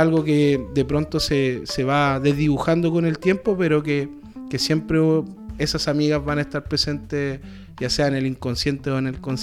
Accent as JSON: {"language": "Spanish", "town": "San Bernardo", "region": "Santiago Metropolitan Region", "country": "Chile", "tie": "born there"}